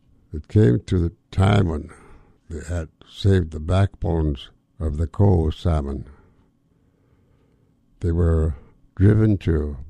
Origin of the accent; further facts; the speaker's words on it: Dry Bay, Alaska, United States; born there; I'm a trinket Indian, an Eagle Thunderbird. I was born in Dry Bay, about 65 miles below Yakutat.